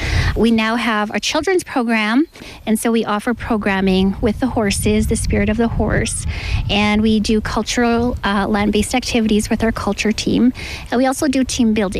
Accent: Kakawishtahau Cree Nation, Saskatchewan, Canada; And I'm originally from Kakawishtahau Cree Nation in Saskatchewan.

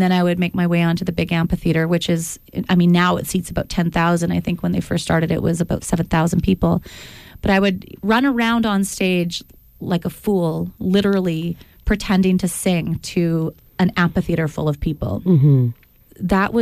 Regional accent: Dauphin, Manitoba, Canada; I grew up in Dauphin, like I said, where we only had one radio station. It was 730 CKDM. And guess what they played? Country music.

